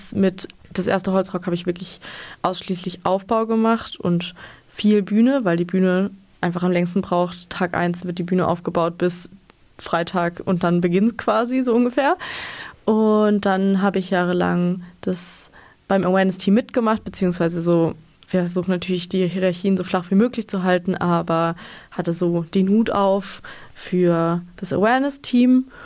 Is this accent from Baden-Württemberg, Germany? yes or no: yes; Lörrach, Baden-Württemberg, Germany; also born or lived in Freiburg; weil ich bin aus Lörrach und kannte das Kaffee-Irrlicht nicht wirklich